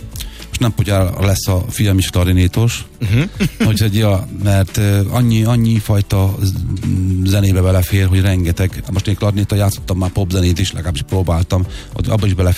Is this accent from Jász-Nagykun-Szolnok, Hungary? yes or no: yes; Tiszafüred, Jász-Nagykun-Szolnok, Hungary; én gyerekkoromban, hogy Tiszafüreden éltem, nagyon sok lagzi volt.